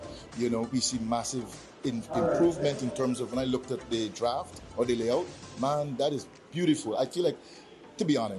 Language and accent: English; Essequibo Islands-West Demerara, Guyana; I'm from Region 3. I live in Parfit Harmony.